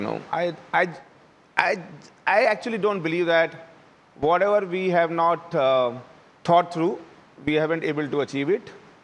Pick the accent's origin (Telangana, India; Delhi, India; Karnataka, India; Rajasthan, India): Rajasthan, India; English is a second language; like, I am from Rajasthan, right? And Rajasthan population is close to 8 crore. I'd done a business there for 20 years